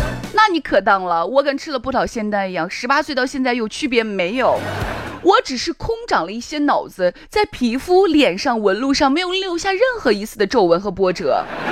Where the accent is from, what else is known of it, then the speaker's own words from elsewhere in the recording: Xi'an, Shaanxi, China; 现在我住的这个地方呢是长安区没毛病，但我的老家呢在高新3期。